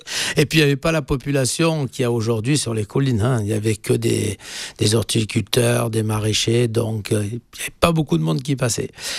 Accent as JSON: {"language": "French", "town": "Nice", "region": "Provence-Alpes-Côte d'Azur", "country": "France", "tie": "born or raised there", "also_born_or_lived": "Calabria, Italy", "said": "Alors moi je suis né en Italie, en Calabre. Je suis arrivé à Nice à 18 mois. Voilà. J'ai grandi à Saint-Antoine de Ginestière, pas loin du vignoble de Bélé, mais je ne connaissais pas le vignoble de Bélé."}